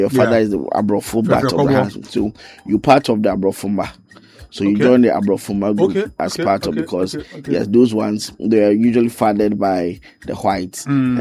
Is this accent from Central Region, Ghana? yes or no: yes; Cape Coast, Central Region, Ghana; So, well, me from Cape Coast, I'm from the Abra area.